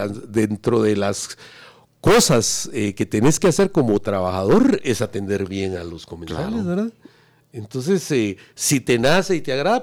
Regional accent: Guatemala; como los guatemaltecos, por ser la Capitanía General, somos apenados por naturaleza

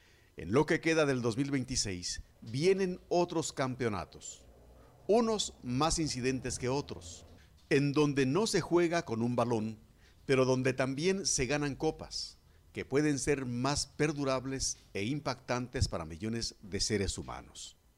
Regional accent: Guatemala; Porque al final de la cuenta, somos los chapines quienes con nuestro apoyo y con el voto definimos quiénes ocuparán posiciones de autoridad.

